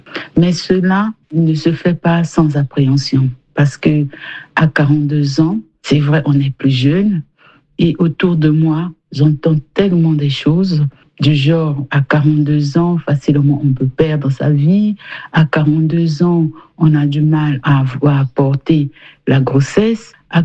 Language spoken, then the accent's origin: French; Republic of the Congo; J'ai 42 ans, je suis du Congo, Brazzaville.